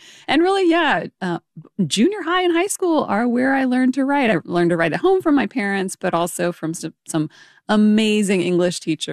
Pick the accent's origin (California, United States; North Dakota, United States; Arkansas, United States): Arkansas, United States; So I think growing up in Arkansas, I had really great history teachers, and I learned a lot about the history of Black and white in Arkansas